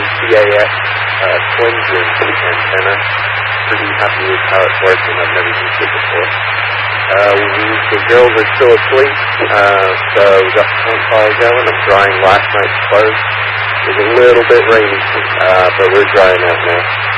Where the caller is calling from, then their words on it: Orcas Island, Washington, United States; I'm calling you from Moran State Park on Orchard Island today.